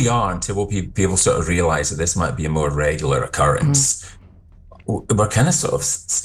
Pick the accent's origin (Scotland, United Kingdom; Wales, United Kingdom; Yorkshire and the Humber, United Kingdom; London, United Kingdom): Scotland, United Kingdom; I'm Scottish